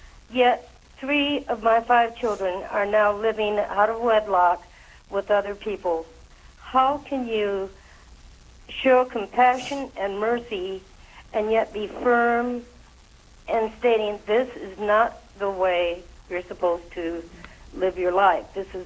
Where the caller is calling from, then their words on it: Spokane, Washington, United States; Spokane, Washington.